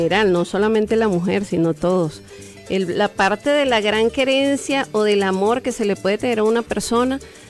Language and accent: Spanish; Venezuela; la música llanera es lo que nos representa como venezolanos